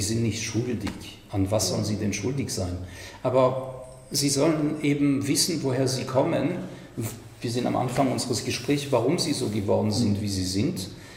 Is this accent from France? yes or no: yes; France; German is a second language; Ich komme aus Frankreich. Mir ist es sehr wichtig. Nicht nur Deutschland hat ein Problem mit seiner Vergangenheit, sondern auch Frankreich.